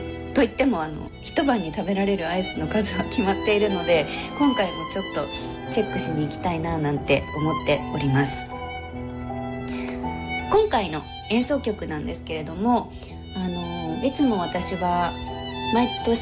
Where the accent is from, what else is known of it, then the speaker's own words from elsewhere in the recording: Oita, Japan; 私は大分出身なので